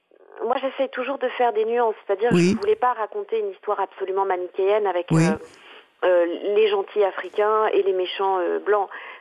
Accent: Huye, Southern Province, Rwanda; la ville où je suis née, où j'ai grandi

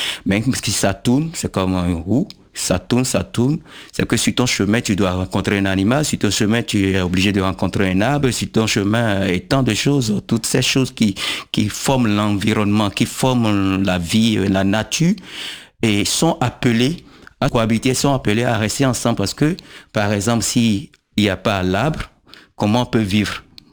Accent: Abomey, Zou, Benin; j'ai grandi à Abomey où il y a pas mal de cérémonies qui se passent.

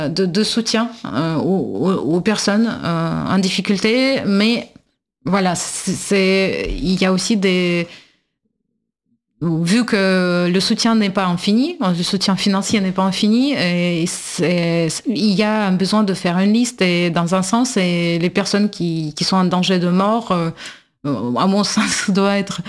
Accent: Russia; Et en tant que russe, je pense que oui

